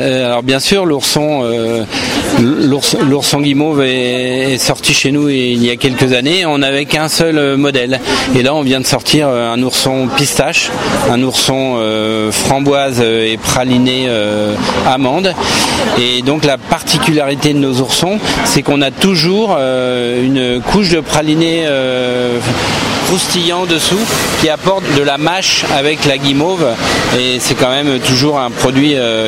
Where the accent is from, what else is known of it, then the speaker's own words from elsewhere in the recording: Troyes, Grand Est, France; donc je suis originaire de Troyes.